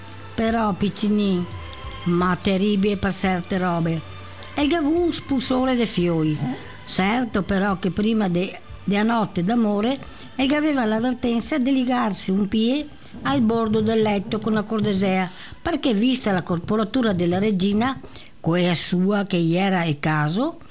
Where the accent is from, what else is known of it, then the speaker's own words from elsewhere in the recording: Veneto, Italy; Allora, mi so veneta puro sangue, doc, tutto quanto.